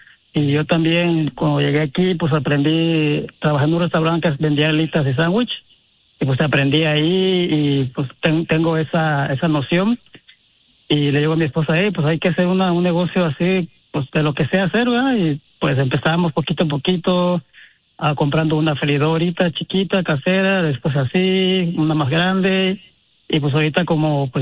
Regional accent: Acapulco, Guerrero, Mexico; No, Piolín, yo soy de un estado muy bonito y una ciudad más bonita que es el Acapulco, Guerrero.

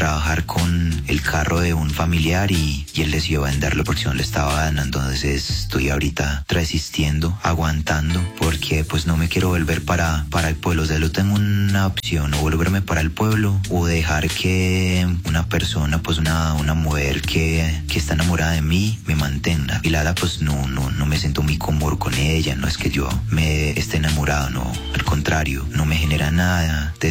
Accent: San Andrés de Cuerquia, Antioquia, Colombia; moved away as an adult; now in Medellín, Colombia; A ver, yo soy de un pueblo, soy de San Andrés de Cuerquia. Terminé para Medellín hace 2 años, probar suerte y a estudiar en la Universidad de Envigado.

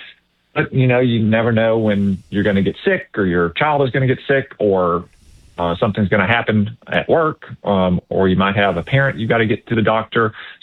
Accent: Arkansas, United States

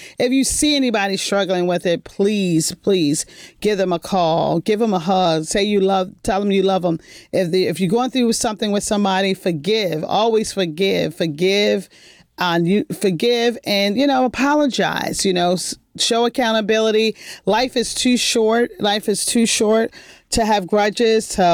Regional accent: Baltimore, Maryland, United States; We are Baltimore homegrown. I was born in Johns Hopkins Hospital.

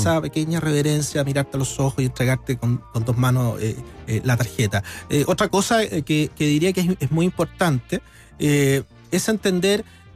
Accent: Chile; Somos primero occidentales, segundo somos latinos, y tercero, y más encima, somos chilenos.

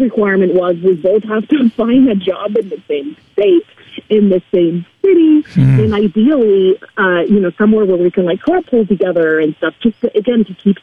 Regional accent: Spain; first language Spanish; English is a second language; I'm from Spain, so Spanish is my first language. I kind of had to learn English as part of learning to fly.

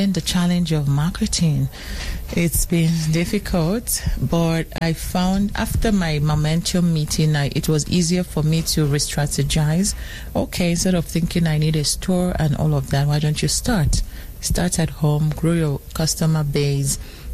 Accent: South Africa; also born or lived in Nigeria; now in Canada; I am a Nigerian that grew up in South Africa and now in Canada.

